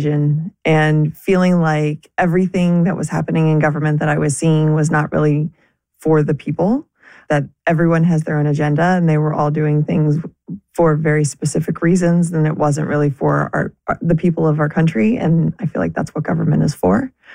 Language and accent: English; Villa Hills, Kentucky, United States; I am a lifelong Northern Kentuckian, born and raised in Villa Hills. I live in Erlanger.